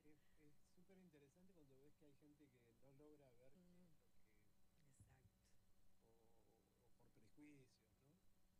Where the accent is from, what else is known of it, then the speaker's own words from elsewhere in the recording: Necochea, Buenos Aires Province, Argentina; moved away as an adult; also born or lived in La Plata; now in Neuquén, Argentina; soy de Necochea, me fui a estudiar a La Plata en Bellas Artes, me vine a Neuquén en una visita y me quedé, no me volví.